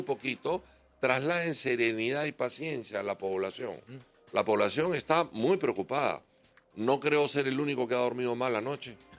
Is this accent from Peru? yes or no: yes; Peru; que yo soy de izquierda, que tú eres de derecha. Todos somos peruanos.